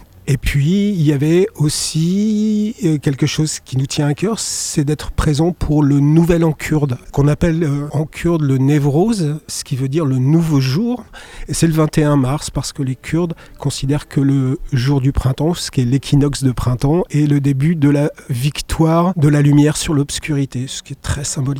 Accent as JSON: {"language": "French", "town": "Vannes", "region": "Brittany", "country": "France", "tie": "born there", "said": "je suis breton, né à Vannes en 1969, ce qui me fait 56 ans."}